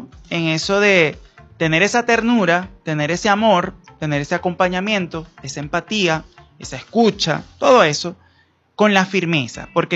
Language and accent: Spanish; Venezuela; Es lo que más necesitamos como venezolanos.